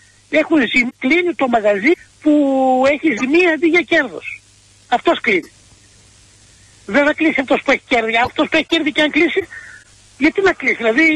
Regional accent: Greece; στην Πεντάπολη, στο χωριό μου

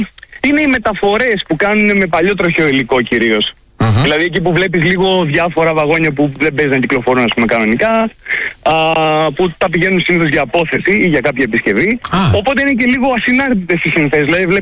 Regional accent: Koukounara, Peloponnese, Greece; Ναι, είμαι από Πύλο. Τέλεια. Από ένα χωρίο εδώ, την Κουκουνάρα, έξω από την πύλο.

